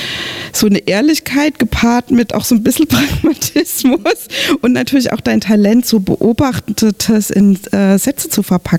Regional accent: Rhineland-Palatinate, Germany; Du weißt es ja vielleicht nicht, aber da, wo ich herkomme, wird gerade ein großes Thermalbad umgebaut und es ist in der Pfalz

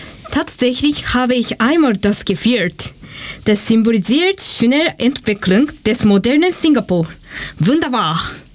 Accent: Japan; now in Germany; Ich komme aus Japan.

